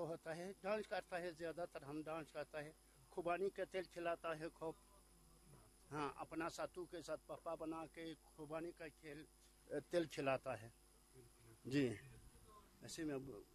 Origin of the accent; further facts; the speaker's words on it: Aryan Valley, Ladakh, India; हमारे गांव में, तीनों गांव में।